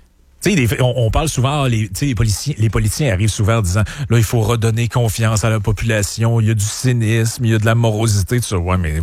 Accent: Lac-Saint-Jean, Quebec, Canada; je viens du Lac-Saint-Jean.

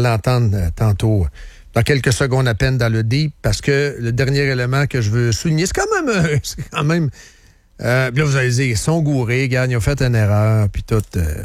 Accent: Quebec City, Quebec, Canada; moi je viens de Charlebourg en haut. Tu sais ce que c'est, Charlebourg, c'est grand.

